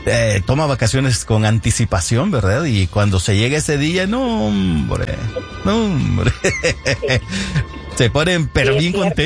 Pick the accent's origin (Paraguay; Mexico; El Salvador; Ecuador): El Salvador; Santa Ana; yo ya hasta estoy pensando allá en mi tierra, en Santa Ana